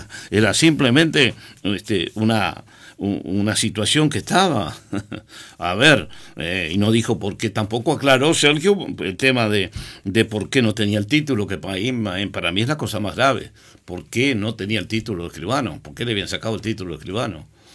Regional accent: Uruguay

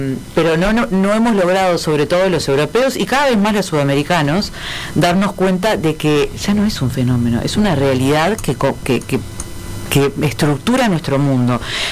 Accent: Uruguay

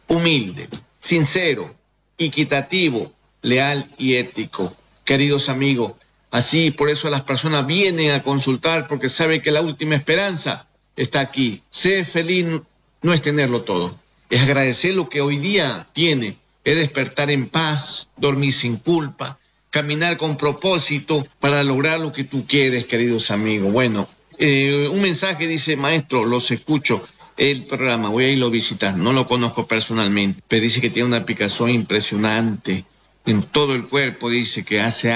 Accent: Ecuador; now in Solís de Mataojo, Uruguay; Soy conocido más de 30 años en la República Oriental del Uruguay, como ecuatoriano que soy, tengo mi casa en Solís de Mataojo

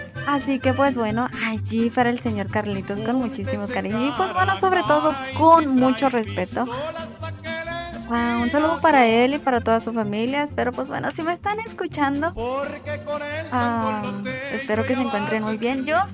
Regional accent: Hidalgo del Parral, Chihuahua, Mexico; yo soy la voz romántica del meritito Parral, Chihuahua. Sí, del meritito Chihuahua. Aquí su servidora es del estado grande.

